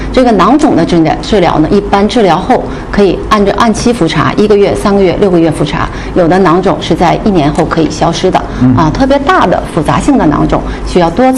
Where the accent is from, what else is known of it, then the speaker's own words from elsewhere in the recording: China; 我们中国人